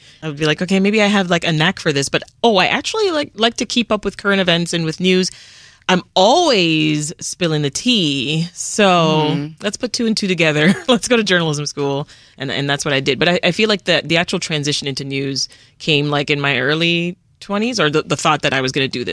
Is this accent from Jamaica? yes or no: yes; Jamaica; So I failed to mention that we are a Caribbean household, right? I'm Jamaican.